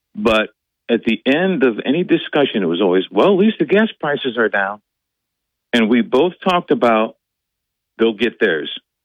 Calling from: Binghamton, New York, United States; Hey, good morning, Bob. … from Binghamton.

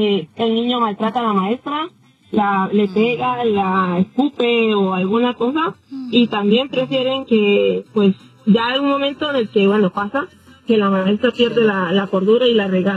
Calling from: Utah, United States; Estoy en el estado de Utah.

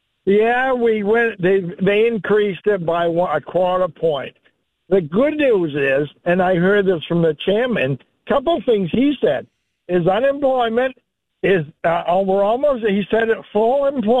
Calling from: Kennebunk, Maine, United States; I'm from Kennebunk.

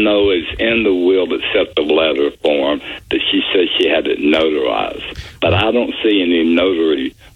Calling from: Clearwater, Florida, United States; I'm in Clearwater.

